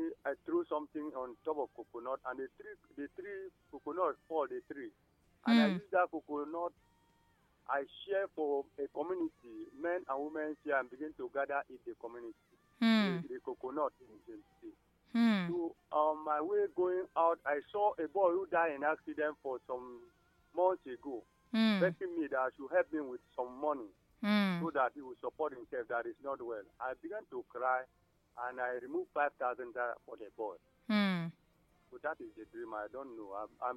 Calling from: Cross River, Nigeria; from Cross River State in Ekom Local Government.

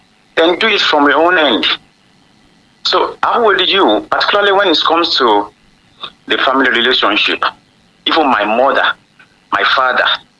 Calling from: Ibadan, Oyo, Nigeria; I'm speaking from Ibadan.

